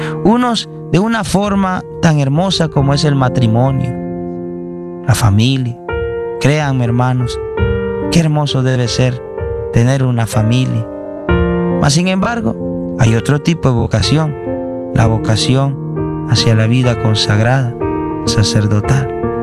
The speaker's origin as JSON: {"language": "Spanish", "country": "Nicaragua", "said": "Vengo de Nicaragua, el país del famoso poeta Rubén Darío. Me encanta la poesía."}